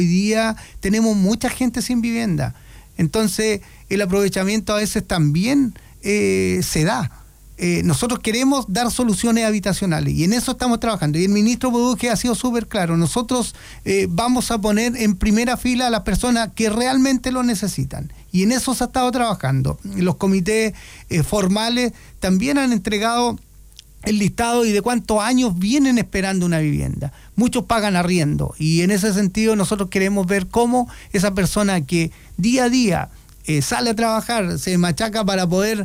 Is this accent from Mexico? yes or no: no; Tirúa, Biobío, Chile; Yo soy de acá, de la provincia, soy de Tirúa, por tanto, tengo un cariño especial por cada una de las comunas que tenemos